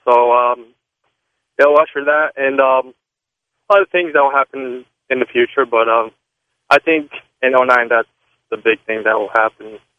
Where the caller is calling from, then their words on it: Orlando, Florida, United States; from Orlando, Florida.